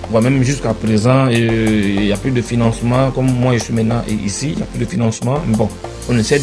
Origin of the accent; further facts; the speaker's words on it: Burkina Faso; Voilà, je viens du Burkina, je suis gay